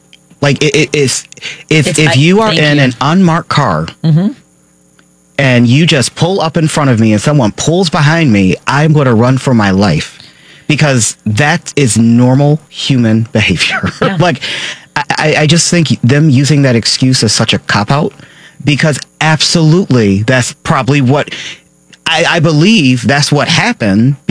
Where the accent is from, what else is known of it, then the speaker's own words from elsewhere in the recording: Arkansas, United States; I'm from Arkansas. I stand by that.